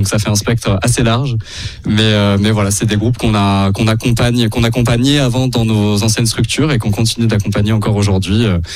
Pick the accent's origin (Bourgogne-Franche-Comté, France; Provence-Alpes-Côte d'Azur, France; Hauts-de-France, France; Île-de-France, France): Provence-Alpes-Côte d'Azur, France; Avignon; On vient d'Avignon.